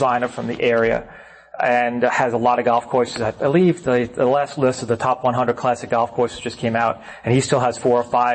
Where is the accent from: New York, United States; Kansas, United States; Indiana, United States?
New York, United States; Kings Park; also born or lived in Smithtown; We grew up in the Kings Park, Smithtown area.